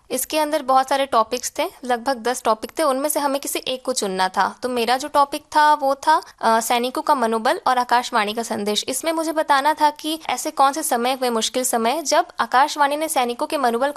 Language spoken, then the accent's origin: Hindi; Muzaffarpur, Bihar, India; मैं मूल रूप से मुजफ्फरपुर की निवासी हूँ